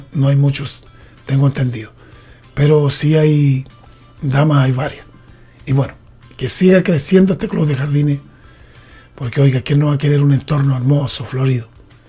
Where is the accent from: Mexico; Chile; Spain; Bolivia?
Chile